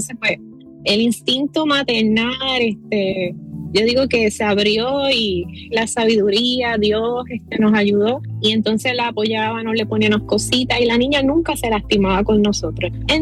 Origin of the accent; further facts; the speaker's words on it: Puerto Rico; Nosotros somos de Puerto Rico.